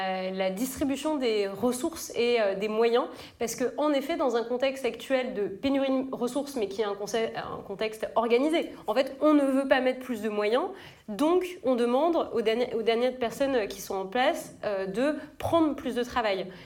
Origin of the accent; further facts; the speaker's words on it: France; chez nous en France.